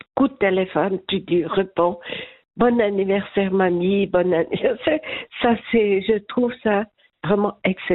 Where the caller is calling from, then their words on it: Vaud, Switzerland; ça fait 40 ans que je vis à Puy, tout le monde me connaît.